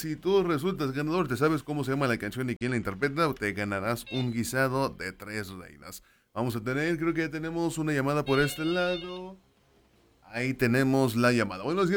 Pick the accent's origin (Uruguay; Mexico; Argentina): Mexico; algunas otras desilusiones que nos hemos llevado como mexicanos